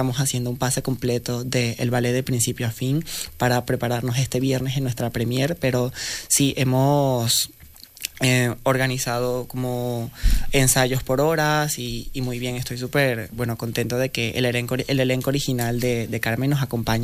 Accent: Venezuela; son referencia en la danza clásica en Venezuela, que es mi país natal.

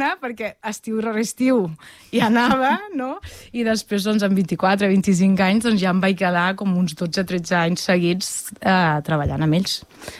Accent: La Selva del Camp, Catalonia, Spain; born or raised there; also born or lived in Reus

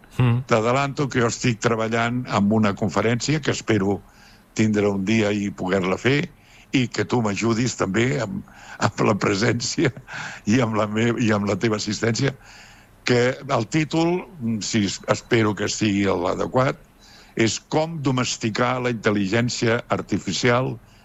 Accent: Sant Joan de les Abadesses, Catalonia, Spain; era la segona d'un partit polític que no mana amb el meu poble, que és Sant Joan de les Abadesses, però que està molt pròxim.

